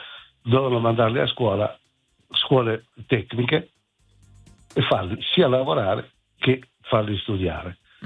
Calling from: Cologno Monzese, Lombardy, Italy

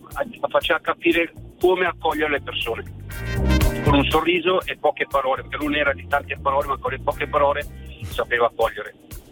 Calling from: Villasanta, Lombardy, Italy; Io sono di Villasanta

